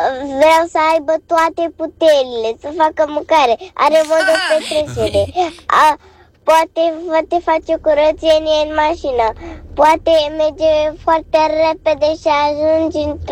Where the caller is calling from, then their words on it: Iași, Iași County, Romania; Sunt … din Iași, am 6 ani